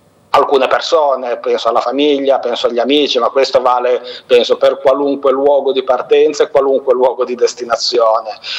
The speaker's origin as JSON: {"language": "Italian", "town": "Savignone", "region": "Liguria", "country": "Italy", "tie": "born or raised there", "said": "po' la vista abituale giornaliera dei posti dove sono cresciuto, quindi la Valle Scrivia, Savignone, il mio paese, ma anche la stessa città di Genova."}